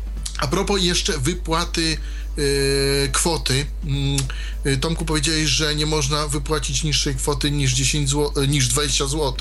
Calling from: eastern Poland, Poland; dzwonię z Polski C, gdzie nie ma ani żadnych ani żadnych euronetów i nie ma ani jednego banku City Handlowego

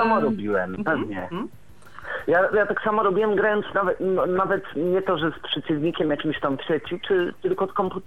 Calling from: Warmian-Masurian Voivodeship, Poland; jestem z Warmii i Mazur, to z tego co wiem, to chyba w Olsztynie.

